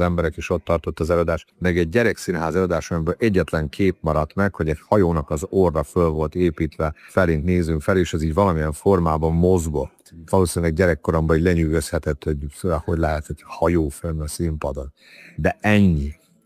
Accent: Subotica, Vojvodina, Serbia; Furcsa világban nőttem fel, hogy a Szabadkán volt egy úgynevezett híres Risztics korszak, amikor egy Gyübüse Risztics nevű rendező tartózkodott itt Szabadkán

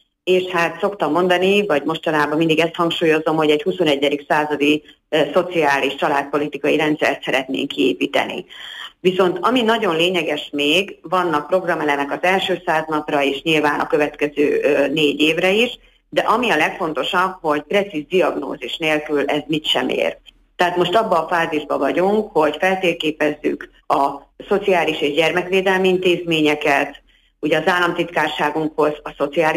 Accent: Miskolc, Borsod-Abaúj-Zemplén, Hungary

